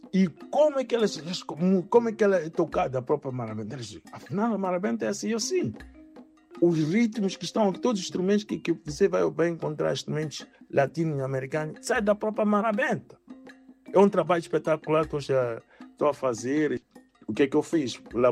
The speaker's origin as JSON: {"language": "Portuguese", "country": "Mozambique", "lives_now": "Germany"}